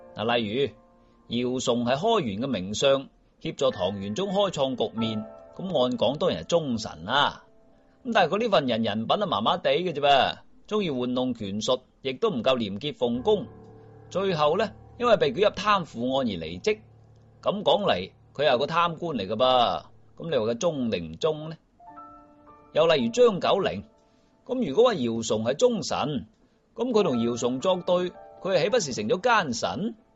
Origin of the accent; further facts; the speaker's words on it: China; 我发现我哋中国人自古以嚟呢，对于朝廷的大臣啊，习惯了一个所谓的中间二元格局